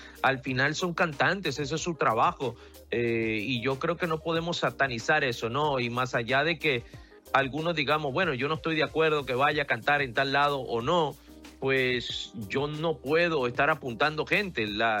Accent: Maracaibo, Zulia, Venezuela; Yo soy de Maracaibo, Venezuela. Nosotros estamos pegados ahí a 1 hora y media de la frontera de Colombia

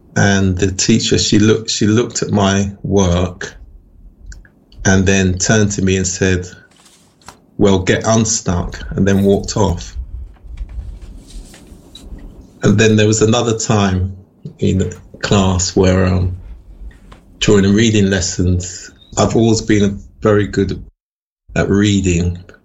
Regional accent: England, United Kingdom; we were born in England and it's our parents who were born abroad.

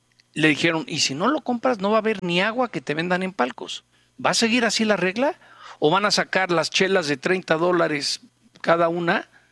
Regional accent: Mexico; Y duele como mexicano

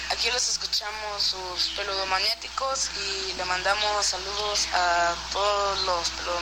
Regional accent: Coatzacoalcos, Veracruz, Mexico; soy de Coatzacoalcos, Veracruz.

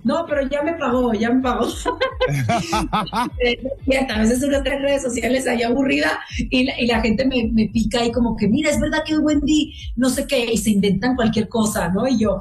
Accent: Chihuahua, Mexico; born there; Yo nací en Chihuahua, o sea, venga para acá.

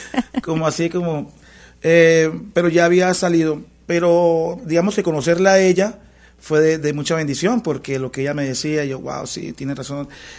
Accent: Colombia; now in El Paso, United States; yo soy músico colombiano.

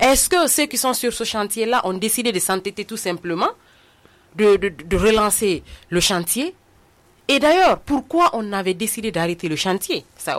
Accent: Guinea; Quand on est guinéen

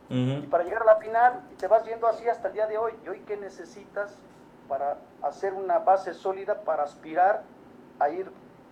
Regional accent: Mexico; nosotros en México

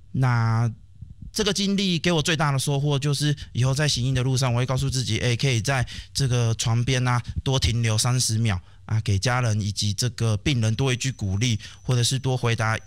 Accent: Hualien County, Taiwan; also born or lived in Kaohsiung; 我是花莲人，我是花莲长大，那我是在万隆乡的太鲁阁组。那在花莲高中毕业之后呢，就在这个2015年到2021年到高雄读书。那毕业之后呢，就回来花莲慈院

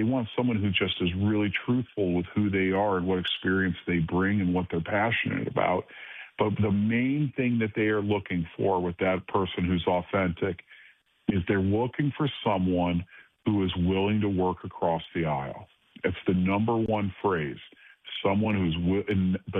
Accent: Cleveland, Ohio, United States; I remember a guy, Dave Zupan, in Cleveland, Ohio, my hometown, someone I met.

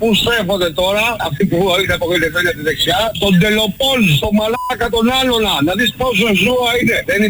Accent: Northern Greece, Greece; Λοιπόν, είμαι Βορειοελλαδίτης και θα ήθελα να πω κάτι για τους βλάχιους πατριώτες μου, τους Βορειοελλαδίτες, κάτι αγρότες, κάτι τέτοιο.

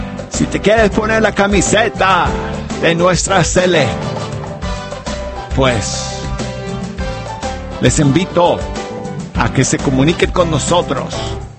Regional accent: United States; Como gringo que soy

